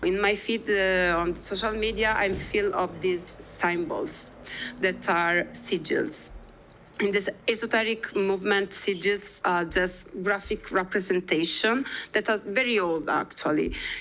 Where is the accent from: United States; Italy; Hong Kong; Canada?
Italy; English is a second language; moved away; I come from Italy.